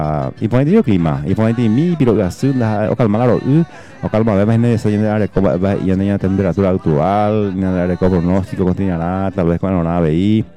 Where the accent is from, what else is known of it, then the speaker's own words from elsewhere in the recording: Paraguay; me sentí como buen paraguayo